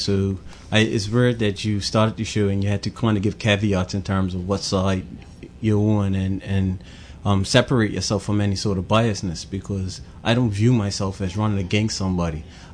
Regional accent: Pembroke, Bermuda; Growing up in Pembroke, attending West Pembroke Primary School, then moving on to the Barclay Institute

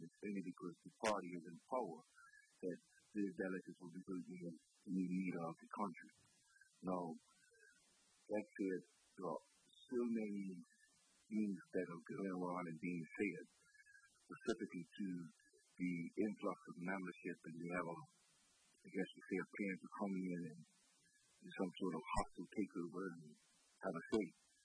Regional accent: Bermuda

